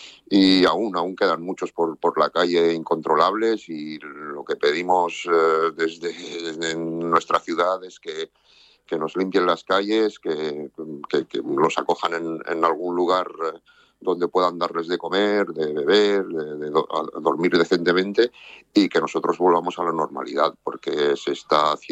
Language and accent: Spanish; Spain; Somos españoles y sentimos el sentimiento español que hay en Ceuta, ¿no?